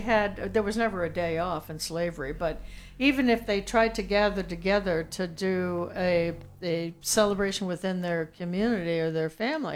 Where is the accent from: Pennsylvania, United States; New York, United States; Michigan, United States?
New York, United States; now in Texas, United States; I'm proud to say that my small town in upstate New York had four underground railroad stations in our very small community.